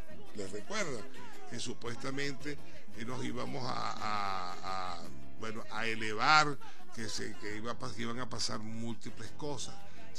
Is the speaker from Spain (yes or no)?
no; Venezuela; somos los venezolanos los que vamos a salir de esto